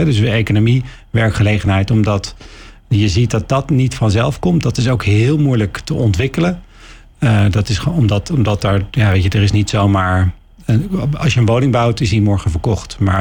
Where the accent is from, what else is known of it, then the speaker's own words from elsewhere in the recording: Haarlem, North Holland, Netherlands; Nou, ik ben geboren Haarlemmer. Ik ben super trots op deze stad.